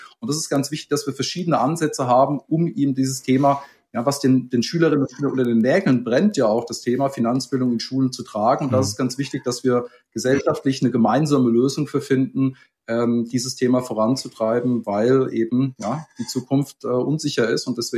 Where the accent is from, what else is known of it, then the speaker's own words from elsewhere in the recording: Bavaria, Germany; moved away as an adult; now in Hamburg, Germany; Ich komme ursprünglich aus Bayern und bin seit 2015 hier in Hamburg.